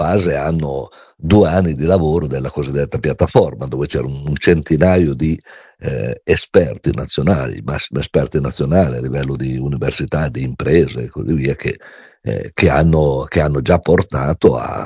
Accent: Piedmont, Italy; io sono piemontese, la mia regione vive con energia, con elettroni che arrivano da centrali nucleari, quelle francesi

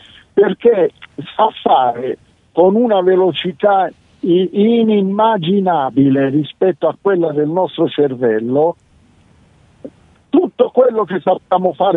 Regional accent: Southern Italy, Italy; Non dimenticare che sono Terrone

